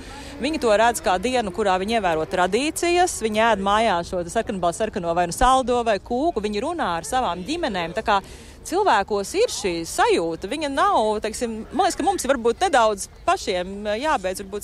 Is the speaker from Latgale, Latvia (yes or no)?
no; Riga, Latvia; es esmu no Rīgas, es braukāju 3 reizes nedēļā uz Tukumu